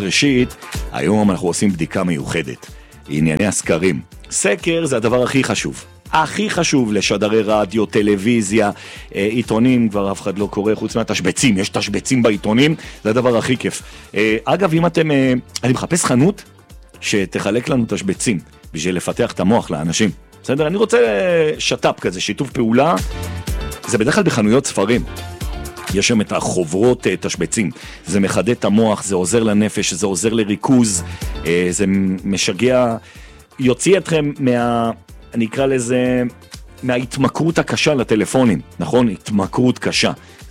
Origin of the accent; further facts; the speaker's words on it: Jerusalem, Jerusalem District, Israel; אני גדלתי ברחוב הנביאים בירושלים, זה בסמוך לבית ישראל ולמאה שערים.